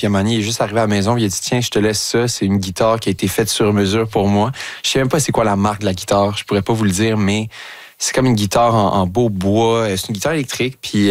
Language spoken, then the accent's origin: French; Longueuil, Quebec, Canada; En fait, moi, j'ai grandi dans le Vieux-Longueuil, puis lui aussi habitait là.